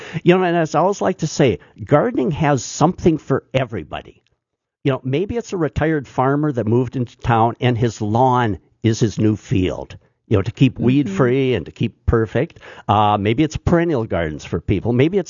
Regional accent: Lisbon, North Dakota, United States; Well, I was born and raised in Lisbon, North Dakota, just a little bit south and west, 75 miles or so south and west of Fargo.

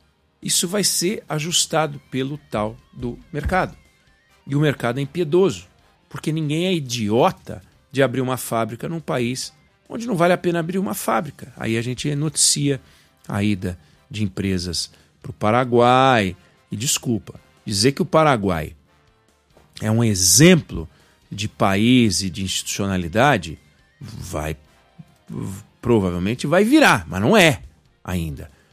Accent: Brazil

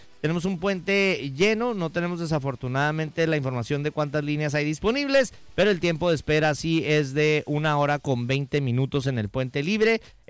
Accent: Mexico; now in United States; Entonces, a nosotros como mexicanos sí nos queda apoyar a nuestro México y luego decir, bueno, Team USA, porque es el país que nos ha dado la oportunidad de salir adelante, ¿no?

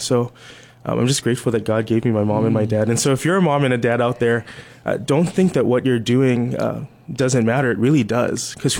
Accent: Ewa Beach, Hawaii, United States; Well, I think for a lot of us in the who grew up plantation family, it was all about family.

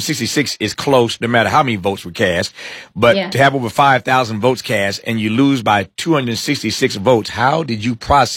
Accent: Indiana, United States; when I was growing up in Indiana, I got asked all the time about my name

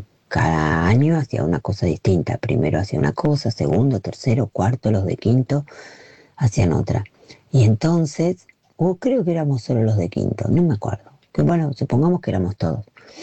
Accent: Verónica, Buenos Aires Province, Argentina; now in Barcelona, Spain; yo me crié en un pueblo en Verónica, partido de Punta Indio actualmente

